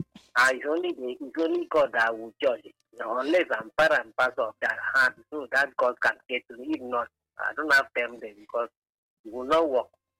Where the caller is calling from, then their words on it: Calabar, Cross River, Nigeria; calling from Calabar, yes.